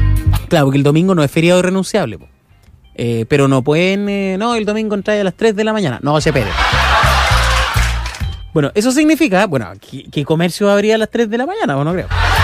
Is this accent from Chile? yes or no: yes; Chile; Pues como chileno siempre es bueno para andar a última hora, a faltar el jueves, tardecito, comprando carne, todo.